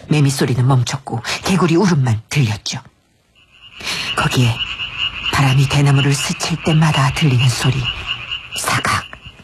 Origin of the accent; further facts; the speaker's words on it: Busan, South Korea; 제가 어릴 적 살았던 부산엔 애기소라는 계곡이 있어요.